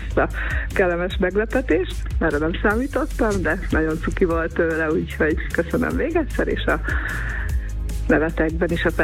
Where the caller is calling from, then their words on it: Siófok, Somogy, Hungary; Balatonpart, Siófokiak vagyunk